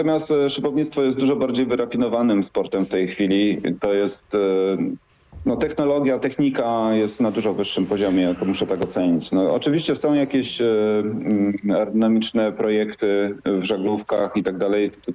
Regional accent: Gliwice, Silesian Voivodeship, Poland; ja się wychowywałem na lotnisku, bo mój tata latał od dziecka mojego. Ja się wychowywałem jedząc piasek na lotnisku w Gliwicach pod samolotu

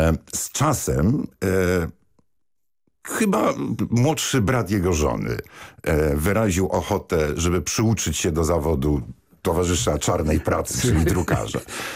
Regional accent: Łódź, Łódź Voivodeship, Poland; w mojej rodzinnej Łodzi. To jest bardzo ważne, bo w Łodzi się urodziłem i tam działałem

